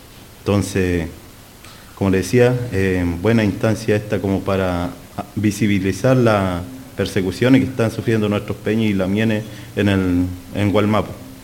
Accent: Araucanía, Chile; yo vengo de Malleco

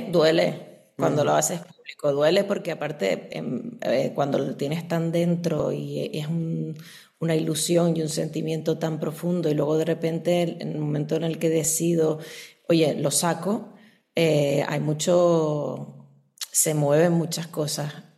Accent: Canary Islands, Spain; yo soy de las Islas Canarias y entonces mis ancestras, pues los ancestros de las Islas Canarias, en Tenerife en concreto, momificaban

